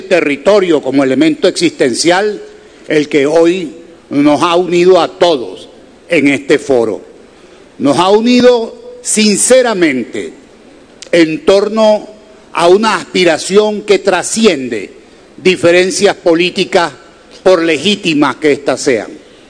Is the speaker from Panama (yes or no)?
no; Venezuela; nosotros como pueblo venezolano